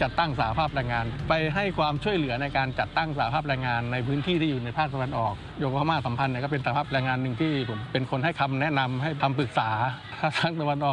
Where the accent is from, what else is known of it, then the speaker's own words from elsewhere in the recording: Korat, Sung Noen district, Nakhon Ratchasima, Thailand; ผมเป็นคนโคราชครับเกิดโตที่โคราชอยู่อำเภอสูงเนิน